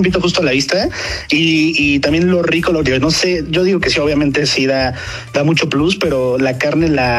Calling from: Aguascalientes, Mexico; Del meritito Aguascalientes, San.

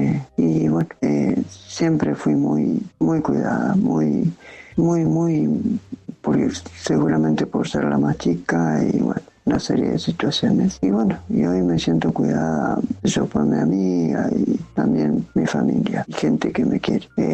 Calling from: Entre Ríos, Argentina; de Entre Ríos.

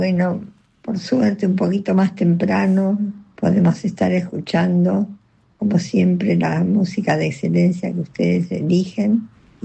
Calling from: Buenos Aires, Argentina; de Caballito.

